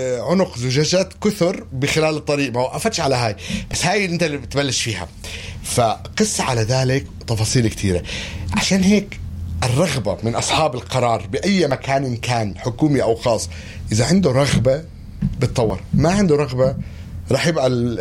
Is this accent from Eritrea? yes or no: no; Palestine; لأنه أنا فلسطيني